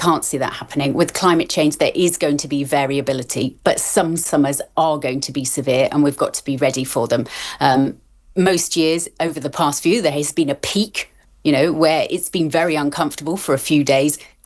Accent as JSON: {"language": "English", "area": "the New Forest", "region": "South East England", "country": "United Kingdom", "tie": "born or raised there", "said": "So I grew up in the New Forest"}